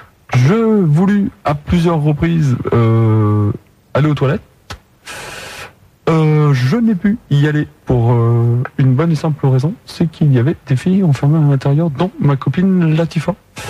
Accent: Mâcon, Bourgogne-Franche-Comté, France; Je suis de Mâcon.

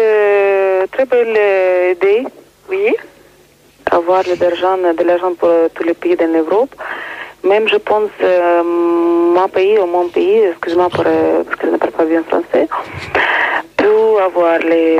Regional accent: Ukraine; Je suis ukrainienne.

